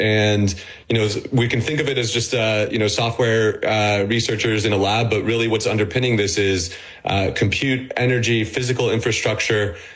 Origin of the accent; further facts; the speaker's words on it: United States; Well, you know, me personally, I'm an American, and so my firm is investing along what we could describe as the U.S.-Israel corridor.